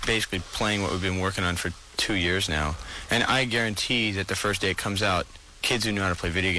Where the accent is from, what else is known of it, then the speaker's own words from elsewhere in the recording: Cocoa Beach, Florida, United States; now in Los Angeles, United States; I'm from Cocoa Beach.